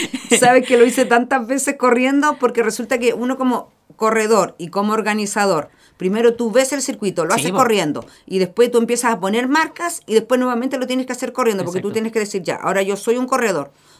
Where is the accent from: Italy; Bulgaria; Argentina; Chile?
Chile; Chiloé, Los Lagos; Yo soy chilota.